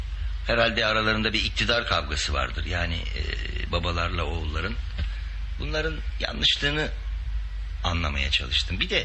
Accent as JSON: {"language": "Turkish", "region": "Istanbul", "country": "Turkey", "tie": "born there", "said": "Ben 1946 yılında İstanbul'da doğdum."}